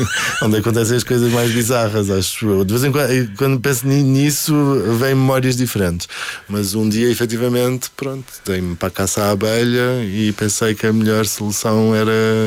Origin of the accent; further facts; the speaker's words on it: Ponta Delgada, Azores, Portugal; Venho de Ponta Delgada, do Ecce Homo.